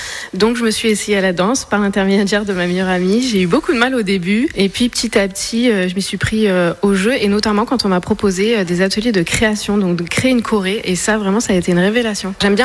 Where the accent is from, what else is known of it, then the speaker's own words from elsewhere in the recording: Fréjus, Provence-Alpes-Côte d'Azur, France; moved away as an adult; Je suis une petite varoise. Je viens de Fréjus parce que mon papa était dans la marine. Je suis restée jusqu'à 25 ans